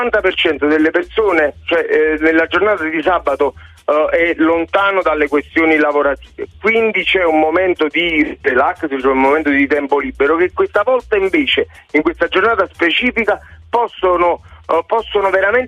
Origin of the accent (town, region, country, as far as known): Naples, Campania, Italy